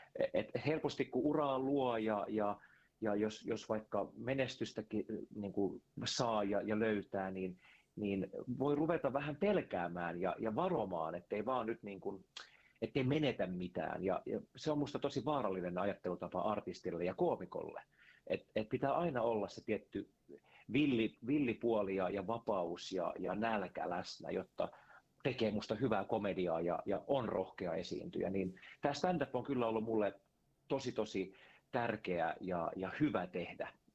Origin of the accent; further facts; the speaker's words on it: Siuntio, Uusimaa, Finland; täällä Siuntiossa, omakotitalossa, mun niin kuin juurien kotikunnassa, täältä mä oon kotoisin.